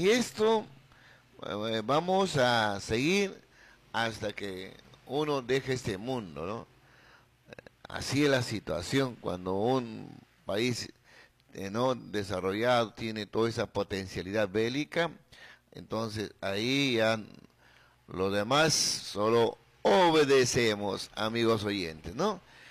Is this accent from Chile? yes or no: no; Peru; como todo peruano que no nos gusta leer